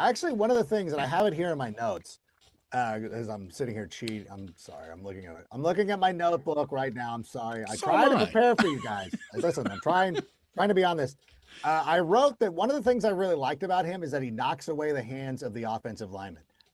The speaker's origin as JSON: {"language": "English", "region": "California", "country": "United States", "tie": "born or raised there", "said": "Miguel's Jr. is not it's from my hometown. Miguel's Jr., Don Ramon's, anybody in the Southern California area."}